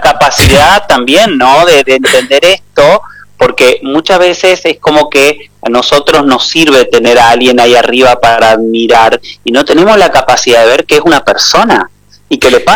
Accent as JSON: {"language": "Spanish", "country": "Argentina", "said": "somos argentinos"}